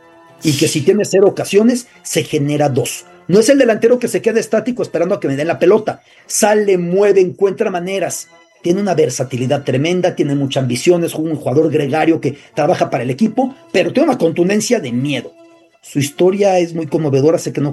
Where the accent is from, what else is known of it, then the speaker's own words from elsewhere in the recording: Mexico City, Mexico; con todo y que soy de la Ciudad de México